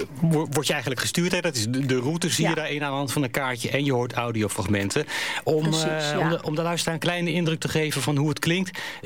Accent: Delft, South Holland, Netherlands; En ik ben geboren en getogen in Delft.

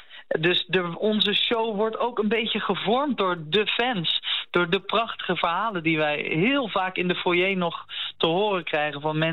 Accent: The Hague, South Holland, Netherlands; Ik kom zelf ook uit Den Haag.

